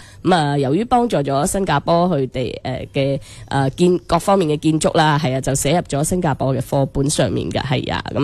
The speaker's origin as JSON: {"language": "Cantonese", "region": "Guangdong", "country": "China", "said": "我哋广东人呢有句老话啦"}